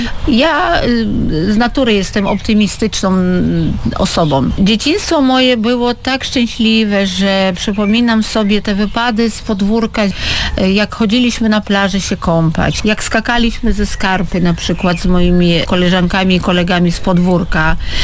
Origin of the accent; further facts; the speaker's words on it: Sukhumi, Abkhazia, Georgia; moved away; Jak często wracam do tego mojego dzieciństwa w Suchumi.